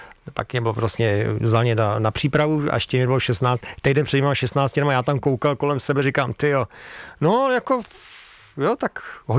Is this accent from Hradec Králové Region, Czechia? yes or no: yes; Hradec Králové, Hradec Králové Region, Czechia; also born or lived in Havlíčkův Brod; já jsem vyrůstal v Hradci, narodil jsem se v Brodě, ale hrál jsem za Duklu Jihlava